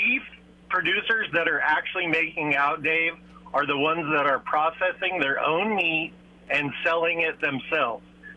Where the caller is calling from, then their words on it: Templeton, California, United States; but I've lived here 50 years, and there used to be cows everywhere